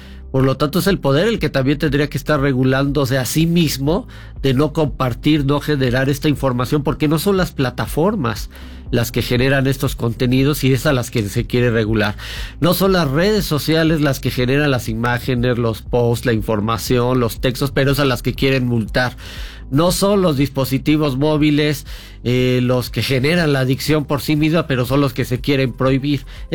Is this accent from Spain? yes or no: no; Mexico